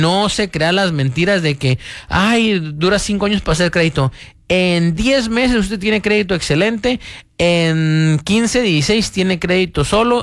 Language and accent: Spanish; Mexico; desde que venimos de México, sabemos que corremos ese riesgo, es lo que es, ¿para qué nos hacemos locos?